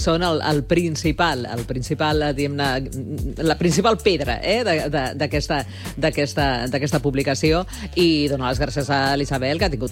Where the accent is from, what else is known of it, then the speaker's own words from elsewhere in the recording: Calella, Catalonia, Spain; l'Hospital del meu poble, de l'Hospital de Calella